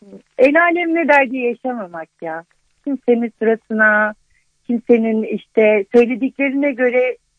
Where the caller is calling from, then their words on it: Istanbul, Turkey; İstanbul'dan arıyorum, Sancaktepe'den.